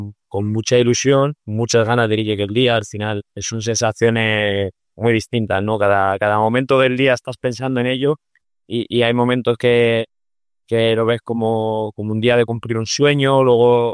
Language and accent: Spanish; Soria, Castile and León, Spain; al final soy torero, soy de Soria